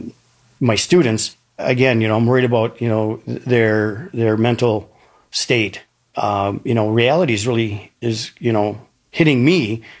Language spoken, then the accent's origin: English; Minnesota, United States; And he asked where we're from. And I said, we're from Minnesota.